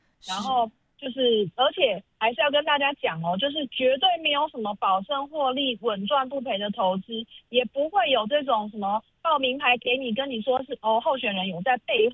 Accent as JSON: {"language": "Chinese", "country": "Taiwan"}